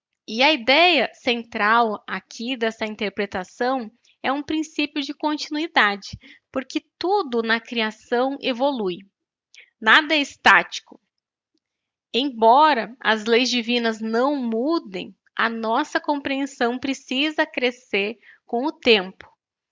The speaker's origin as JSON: {"language": "Portuguese", "town": "Santa Maria", "region": "Rio Grande do Sul", "country": "Brazil", "said": "Eu sou de Santa Maria."}